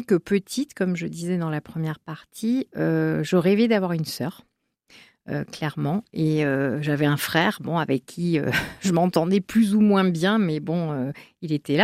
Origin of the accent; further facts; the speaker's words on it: Pau, Nouvelle-Aquitaine, France; born there; Donc, effectivement, je suis née bien à Pau.